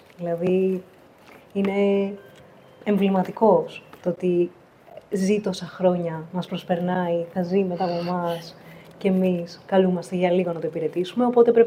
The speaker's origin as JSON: {"language": "Greek", "country": "Greece"}